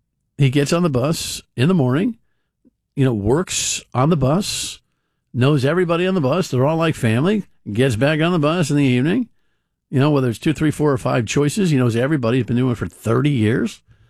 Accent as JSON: {"language": "English", "region": "New Jersey", "country": "United States", "tie": "born or raised there", "said": "I grew up in North Jersey. We took the bus into the city all the time."}